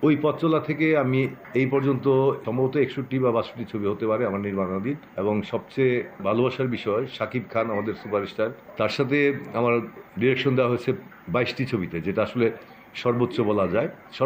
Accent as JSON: {"language": "Bangla", "town": "Dhaka", "region": "Dhaka Division", "country": "Bangladesh", "tie": "born or raised there", "said": "আমার জন্ম ঢাকার মিরপুরে, আদিবাড়ি নরসিংদী, যেটা দাদার বাড়ি বলে। আমি পড়াশোনা করেছি মিরপুরেই, মণিপুর উচ্চ বিদ্যালয়ে স্কুল জীবন।"}